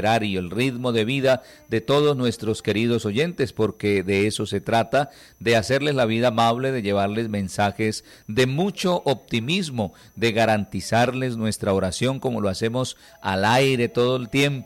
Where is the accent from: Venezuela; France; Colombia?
Colombia; lo que importa es que somos colombianos. Somos la gente de este terruño maravilloso, de esta tierra bendecida por el Creador